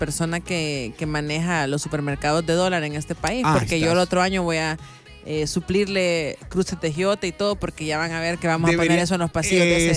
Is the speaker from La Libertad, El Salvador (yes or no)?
yes; Antiguo Cuscatlán, La Libertad, El Salvador; de subir a mi pueblo, de mi queridísimo pueblo Antiguo Cocatlán